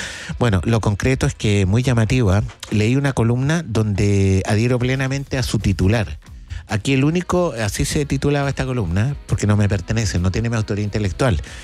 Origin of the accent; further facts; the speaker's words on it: Chile; somos racistas los chilenos, ¿no? Yo creo que sí.